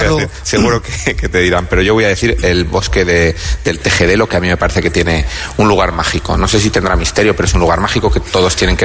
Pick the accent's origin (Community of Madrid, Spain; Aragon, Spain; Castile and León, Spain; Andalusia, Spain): Castile and León, Spain; Domet de Alba; Tengo que hablar también de mis pueblos, de Domet de Alba, tengo que decirlo porque es mi pueblo